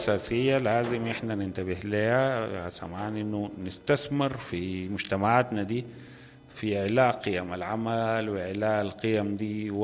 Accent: Sudan; راحة لنا كلنا كسودانيين

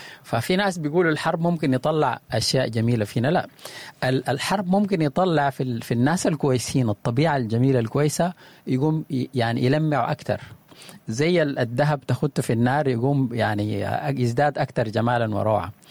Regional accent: Sudan; نتكلم دائما في مواضيعنا السودانية كسودانيين

